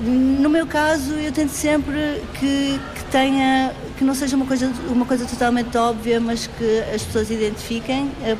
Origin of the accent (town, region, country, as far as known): Porto, Norte, Portugal